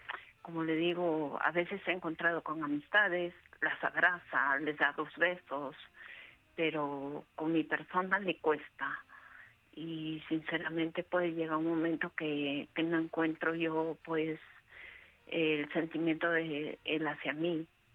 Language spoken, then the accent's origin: Spanish; Peru; moved away; Bueno, mire, yo soy peruana, llevo varios años aquí